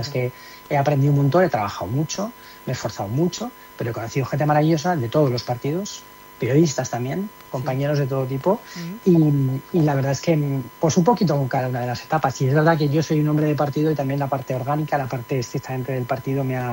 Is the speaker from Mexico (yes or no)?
no; Zaragoza, Aragon, Spain; Zaragoza no deja de ser mi pueblo.